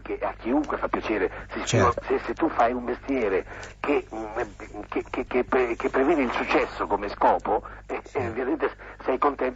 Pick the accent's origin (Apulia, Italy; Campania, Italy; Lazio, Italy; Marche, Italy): Marche, Italy; Ancona; born there